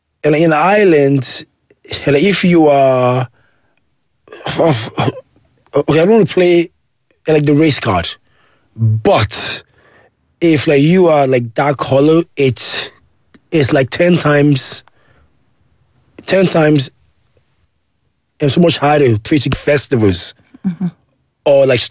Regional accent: Nigeria; I'm Nigerian.

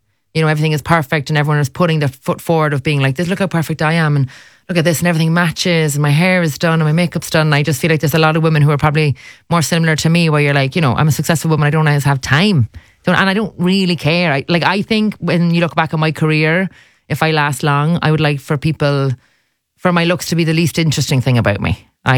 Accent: Ireland; I've travelled as an Irish woman as well, so I've represented abroad.

